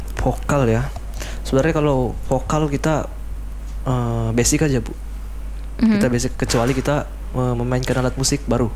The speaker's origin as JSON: {"language": "Indonesian", "region": "North Kalimantan", "country": "Indonesia", "said": "kita sebagai suku Tidung di Kabupaten Nunukan ini"}